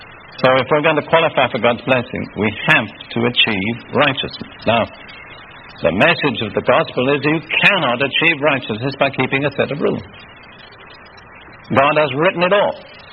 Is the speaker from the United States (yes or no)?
no; United Kingdom; but I grew up in the Anglican Church in Britain.